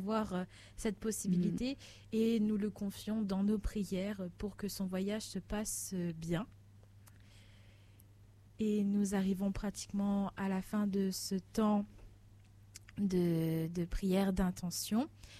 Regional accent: France; Nous aussi, on est français.

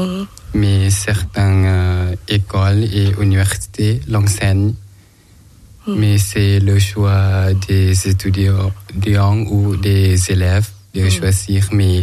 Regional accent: Thailand; French is a second language; now in Besançon, France; je viens de Thaïlande.

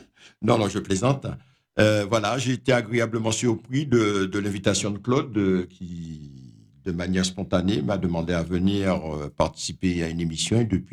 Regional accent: Schœlcher, Martinique; Je suis de la Martinique, plus exactement de Chelchère, Mamaï Kaznavi, pour ceux qui connaissent, et ma mère du Lorrain.

